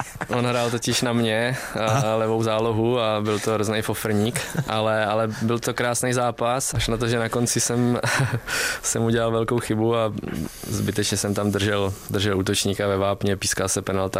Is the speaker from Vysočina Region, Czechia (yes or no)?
yes; Vysočina Region, Czechia